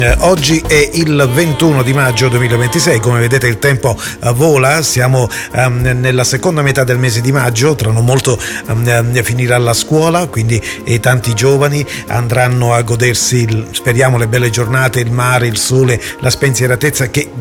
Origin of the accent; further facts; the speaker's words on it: Calabria, Italy; qui dalle nostre parti, nella bella Calabria